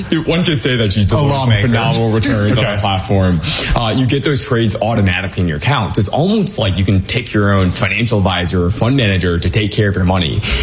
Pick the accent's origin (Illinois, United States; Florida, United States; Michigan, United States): Michigan, United States; Detroit; So born and raised in Detroit, my parents were immigrants. We didn't have a lot of money growing up.